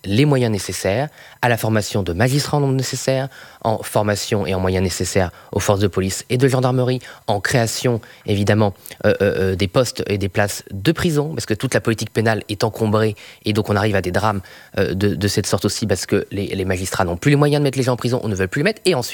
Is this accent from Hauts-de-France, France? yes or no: yes; Boulogne-sur-Mer, Hauts-de-France, France; born there; Moi, je suis né à Boulogne-sur-Mer, donc ma famille, comme beaucoup de familles des Hauts-de-France